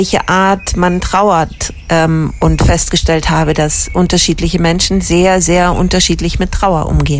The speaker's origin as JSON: {"language": "German", "town": "Munich", "region": "Bavaria", "country": "Germany", "tie": "born or raised there", "moved": "yes", "lives_now": "Berlin, Germany", "said": "Ich komme ursprünglich aus München. Ich bin jahrelang in der Münchner Musikszene groß geworden und der auch sehr stark verbunden."}